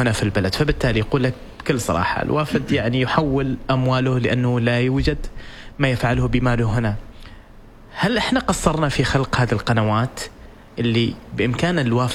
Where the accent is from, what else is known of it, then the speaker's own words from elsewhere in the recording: Oman; إحنا كعمانيين